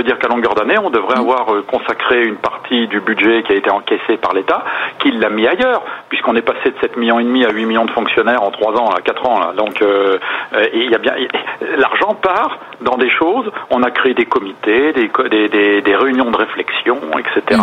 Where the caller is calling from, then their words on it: central France, France; D'un village en plein centre de la France.